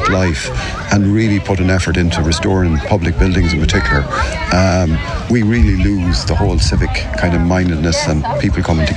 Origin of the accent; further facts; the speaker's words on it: Westport, County Mayo, Ireland; And I said that, while I'm from Westford, I still have a great fondness for Castlebar and other towns around.